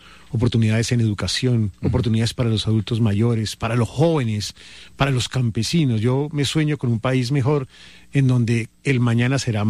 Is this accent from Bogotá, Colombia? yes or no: yes; Bogotá, Colombia; also born or lived in Antioquia; soy un bogoteño, bogotano y antioqueño.